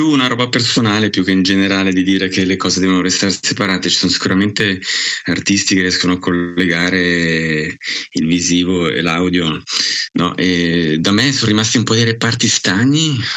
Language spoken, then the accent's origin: Italian; Arcegno, Ticino, Switzerland; also born or lived in Locarno; I miei genitori sono di origine svizzera tedesca, si sono stabiliti in Ticino e io sono nato qua a Locarno un mezzo secolo fa circa. E sono cresciuto in un piccolo paesino, Arcenio